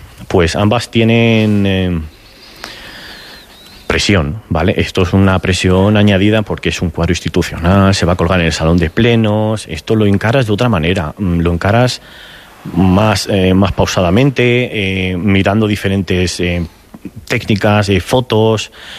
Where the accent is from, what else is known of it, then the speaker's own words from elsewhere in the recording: Ávila, Castile and León, Spain; soy de Ávila